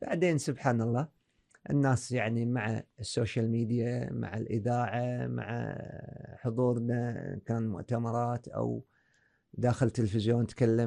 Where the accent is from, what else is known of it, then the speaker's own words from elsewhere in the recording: Kuwait; عندنا في الكويت